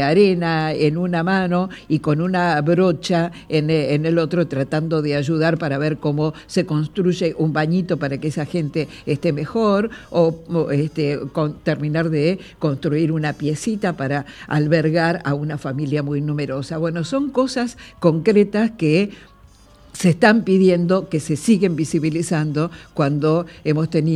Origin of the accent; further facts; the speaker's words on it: Argentina; somos los argentinos los que debemos pensar el país que queremos ser.